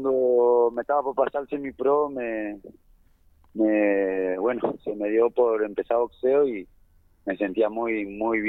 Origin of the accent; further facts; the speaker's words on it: El Calafate, Santa Cruz, Argentina; Bueno, salimos de acá de Calafate, nosotros, que nos ayudó la municipalidad de ahí, así que estamos compitiendo